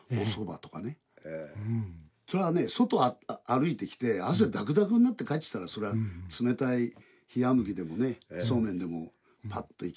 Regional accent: Osaka, Japan; born there; moved away; 僕は小学校、幼稚園小学校8年間大阪で育ったからね。

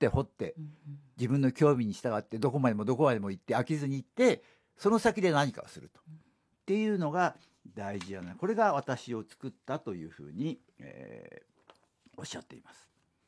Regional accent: Osaka, Japan; accent: Osaka dialect; なんで僕大阪弁になって

